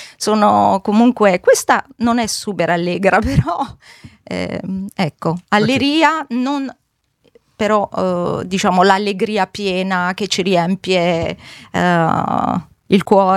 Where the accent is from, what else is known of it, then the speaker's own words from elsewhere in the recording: Cassino, Lazio, Italy; sono di Cassino, quindi non siamo né romani né napoletani.